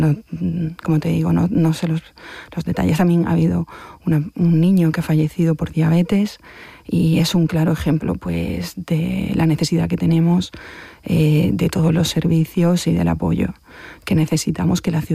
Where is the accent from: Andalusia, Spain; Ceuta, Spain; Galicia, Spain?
Ceuta, Spain; now in Murcia, Spain; mi pueblo está asustado, está acostumbrado a la inmigración, está acostumbrado a que Ceuta sea un punto fronterizo con frontera terrestre, con África, está en el continente africano